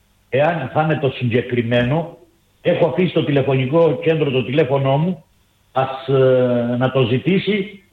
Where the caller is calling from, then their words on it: Heraklion, Crete, Greece; είμαι από Ηράκλειο.